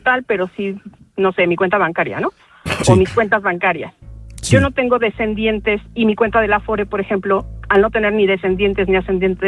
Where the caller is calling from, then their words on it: Mexico City, Mexico; De la CDMX.